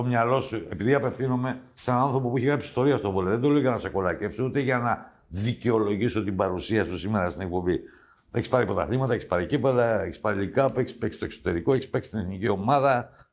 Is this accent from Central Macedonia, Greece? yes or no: no; Amari, Crete, Greece; Στο χωριό μου εδώ, στο Αμάρι, έτσι το λένε.